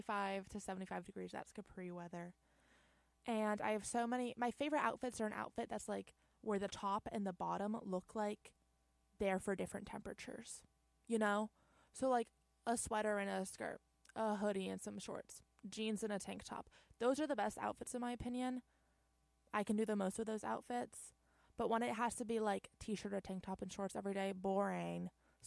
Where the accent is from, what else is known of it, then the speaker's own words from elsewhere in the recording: Maine, United States; also born or lived in Tennessee; I'm from Maine. I spent a lot of time in Tennessee though.